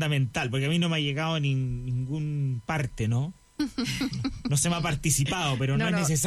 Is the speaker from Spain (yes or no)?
no; Chile; los que somos chilenos de a pie